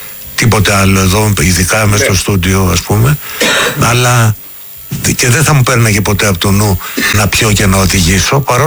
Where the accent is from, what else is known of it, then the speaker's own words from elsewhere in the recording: Chania, Crete, Greece; Ναι, εγώ είμαι από τα Χανιά.